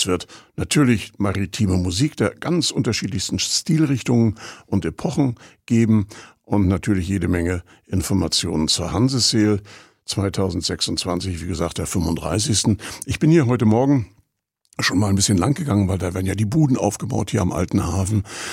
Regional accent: Rostock, Mecklenburg-Vorpommern, Germany; ich bin in Rostock ja geboren und habe hier meine Jugend verbracht und habe hier studiert, habe hier geheiratet. Also ich bin aus Rostock.

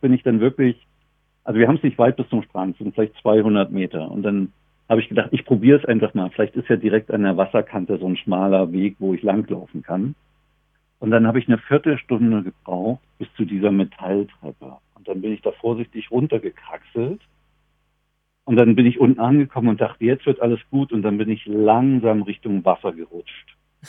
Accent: Dessau, Saxony-Anhalt, Germany; Nee, das war in Dessau, wo ich herkomme.

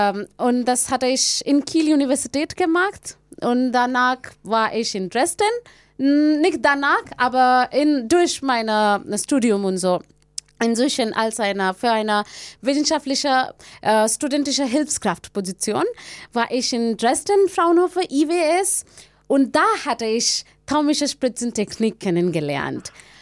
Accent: India; German is a second language; In einer anderen Stadt in Indien. Davor hatte ich auch von meiner Heimat, davor musste ich von meiner Heimat umsehen, so einen anderen Ort, sehr weit weg.

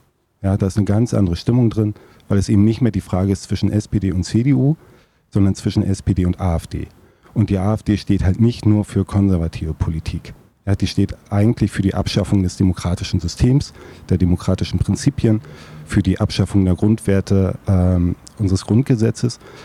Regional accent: Ludwigslust, Mecklenburg-Vorpommern, Germany; now in Rostock, Germany; bin gar nicht in Rostock geboren. Ich lebe seit über 20 Jahren total gerne in Rostock. Rostock ist meine Heimatstadt geworden, aber geboren und aufgewachsen bin ich in Ludwigslust. Ich bin in den 80ern geboren, das heißt meine Jugendzeit war in den 90ern.

